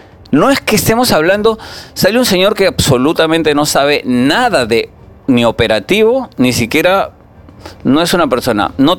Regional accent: Tumbes, Peru; Yo vengo de Tumbes y en Tumbes hay 100% organizaciones criminales

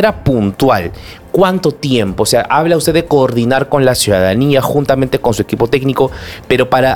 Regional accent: Lima, Peru; Yo soy limeño

